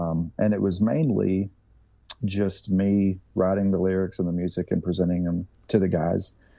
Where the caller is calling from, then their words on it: Cherokee, North Carolina, United States; Cherokee, North Carolina.